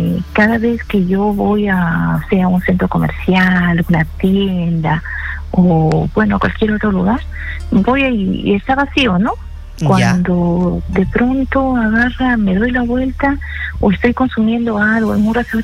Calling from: San Vicente de Cañete, Lima, Peru; De Cañete.

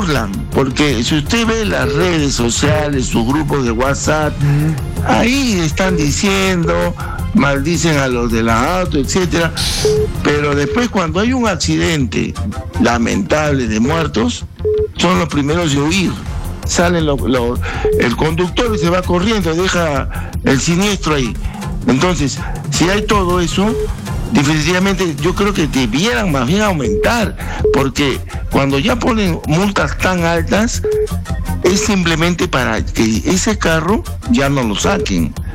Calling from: Lima, Peru; de San Borja.

